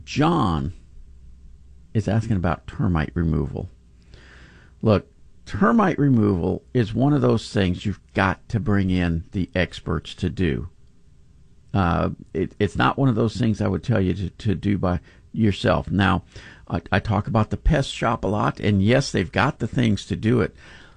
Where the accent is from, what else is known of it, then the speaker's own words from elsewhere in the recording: Pasadena, Texas, United States; moved away as an adult; now in Denton County, United States; I'm in Houston typically Monday through Friday. I grew up in Pasadena, so that's where I have a place when I'm down here.